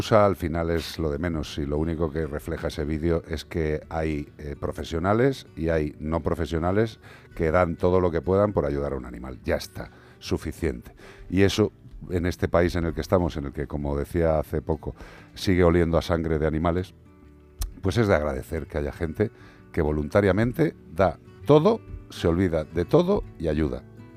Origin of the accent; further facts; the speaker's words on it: Galicia, Spain; igual que me siento español, igual que me siento gallego